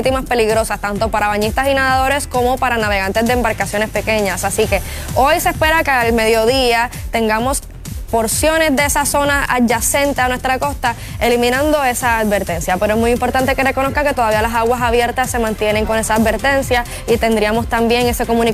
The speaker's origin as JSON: {"language": "Spanish", "town": "Cabo Rojo", "country": "Puerto Rico", "tie": "born or raised there", "said": "comenzando con mi pueblo, Cabo Rojo"}